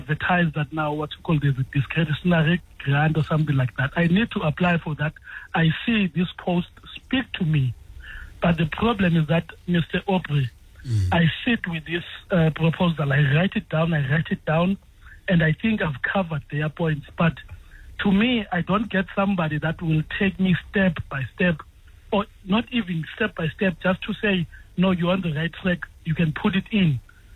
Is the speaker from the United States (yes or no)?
no; Cape Town, Western Cape, South Africa; I'm an entrepreneur from Cape Town, and I'm 20 years in the industry of entrepreneurship